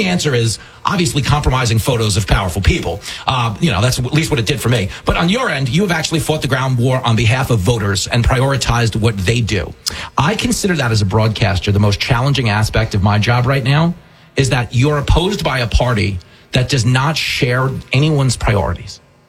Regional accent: Levittown, New York, United States; I grew up in America. I'm 49 years old. Okay, I grew up in Levittown. We have a Levittown, PA. I grew up in Levittown, Long Island. Very similar. Suburban, hard scrabble.

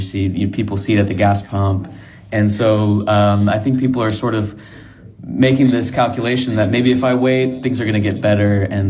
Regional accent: Austin, Texas, United States; I'm from Austin. We've seen that market really cool down.

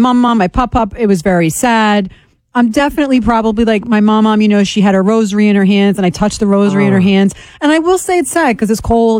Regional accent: Ireland; We don't have feelings. We're Irish.

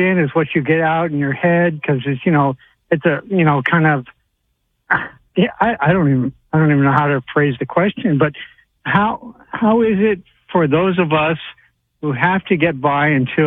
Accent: Sedona, Arizona, United States; I grew up in Sedona, Arizona.

